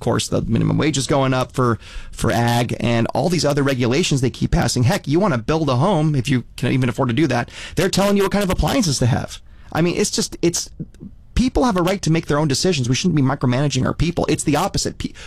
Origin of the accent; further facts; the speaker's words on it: Fresno, California, United States; I was born and raised in Fresno, grew up in a small family business.